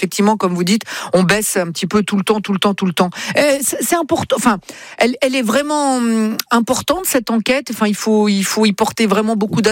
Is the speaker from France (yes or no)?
no; Italy; Je suis italien, moi. Je parle avec les mains, moi.